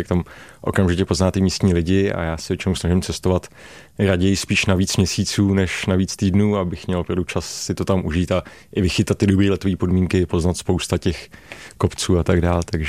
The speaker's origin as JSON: {"language": "Czech", "region": "Bohemia", "country": "Czechia", "said": "z Čech, paraglidista"}